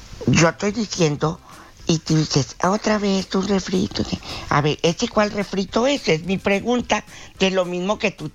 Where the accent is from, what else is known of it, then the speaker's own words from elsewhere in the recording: Mexico; Somos los mismos mexicanos en fregarnos.